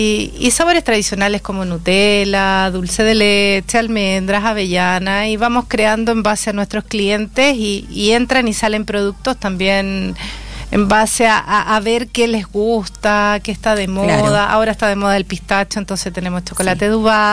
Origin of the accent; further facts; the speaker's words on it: Chile; moved away as an adult; now in Montevideo, Uruguay; yo soy chilena. Llevo casi 12 años viviendo aquí